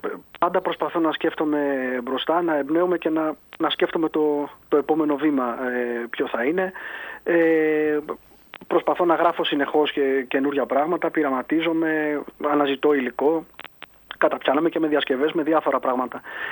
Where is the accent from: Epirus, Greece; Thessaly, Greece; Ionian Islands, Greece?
Thessaly, Greece; Volos; Να πούμε ότι αυτό είναι και ένα τραγούδι το οποίο έγινε αυτό που θα λέγαμε στα μέρη μου, ξεκινώντας από το Βόλο δηλαδή.